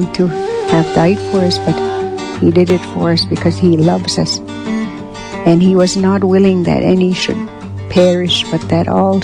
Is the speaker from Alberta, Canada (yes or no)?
yes; Goodfish Lake Reserve, Alberta, Canada